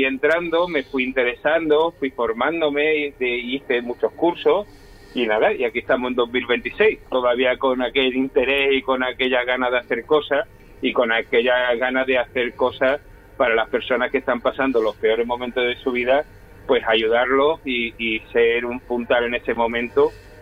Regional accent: Andalusia, Spain; soy de Andalucía Occidental.

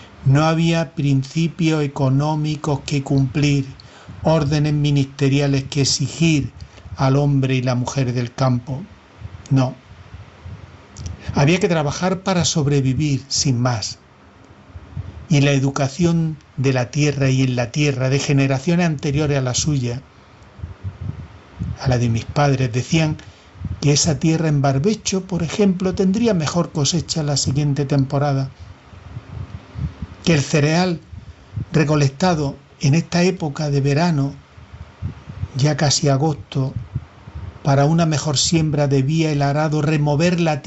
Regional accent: Fonelas, Andalusia, Spain; moved away as an adult; Soy de ese lugar amplísimo, un valle hermosísimo, la Hoya de Guadix, con pueblos como el mío, Fonelas, enclavado entre la vega, la de vida azul y verde, y los espectaculares paisajes de montes, de vegetación de matorral

